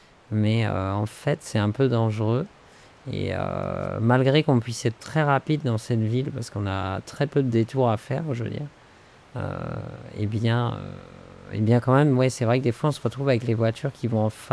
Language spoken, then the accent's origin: French; Nantes, Pays de la Loire, France; moved away; also born or lived in Montpellier / Auch / Gaillac; Nantes, je viens de Nantes. Bon, j'habitais dans un village, mais je suis né très près d'un marais et de la mer.